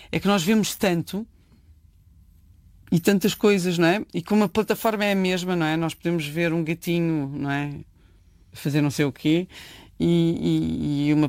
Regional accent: Portugal; sendo eu portuguesa

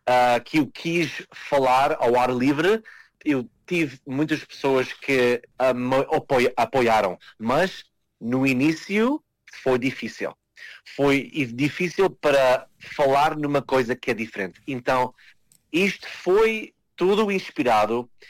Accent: Portugal; now in Canada; Então, foi aí que nós, como portugueses, podemos fazer muito quando estamos unidos.

